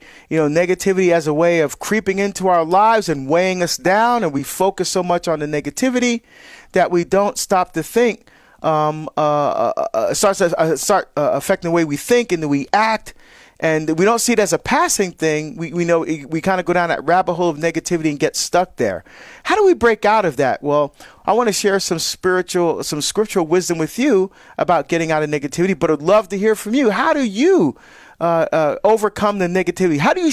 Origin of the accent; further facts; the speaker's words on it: New Jersey, United States; Jose is calling from my home state of New Jersey, listening on the EWTN app.